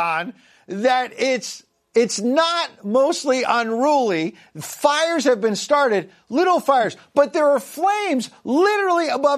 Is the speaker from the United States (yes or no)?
yes; Long Island, New York, United States; because I'm Irish, but I spent enough time growing up on Long Island to have meet a lot of great Italians like yourself